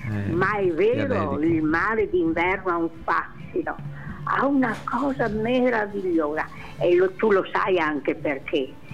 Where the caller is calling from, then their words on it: Trieste, Friuli-Venezia Giulia, Italy; io essendo triestina non posso dire altro, che cavolo vuoi che dica? Sono una triestina.